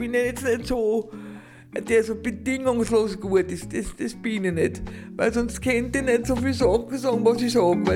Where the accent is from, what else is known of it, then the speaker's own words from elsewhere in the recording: Vienna, Austria; ich bin eine Wienerin und das gern.